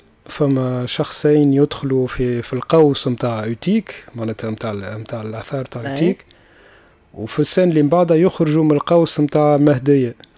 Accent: Tunisia; انا كبرت في تونس

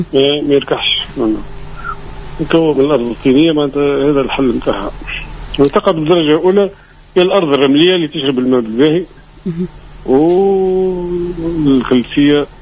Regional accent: Tunisia; احنا من الشمال للجنوب من الشرق للغرب في تونس

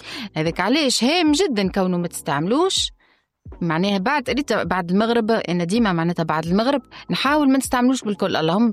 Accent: Tunisia; أنا تونسية

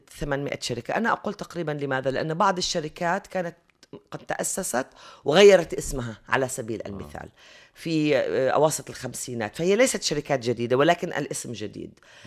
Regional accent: Palestine; وأيضا كوني فلسطينية وأنا ذاك كان يمكنني الوصول إلى الأرشيف في القدس الغربية

